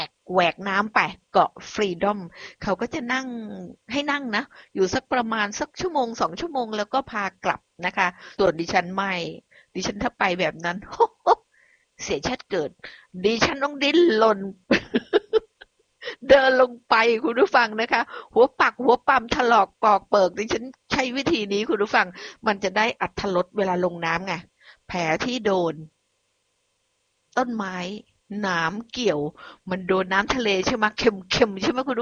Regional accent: Phuket, Thailand; บ้านดิฉันเองจังหวัดภูเก็ตดิฉันได้เป็นคนบ้านนอกเนาะอยู่นอกนะนอกแผ่นดินนะดิฉันมาจากเกาะคุณผู้ฟัง

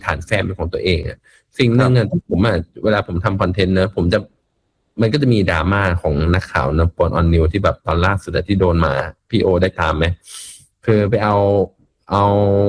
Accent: Bangkok, Thailand; เพราะเราคนกรุงเทพเนาะเราเห็นความเปลี่ยนแปลงในกรุงเทพอ่ะค่อนข้างเยอะ

